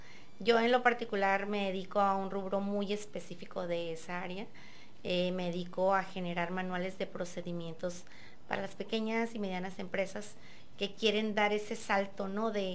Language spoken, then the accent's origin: Spanish; Mexico; La cercanía de mi pueblo de origen, que hace frontera con Sinaloa.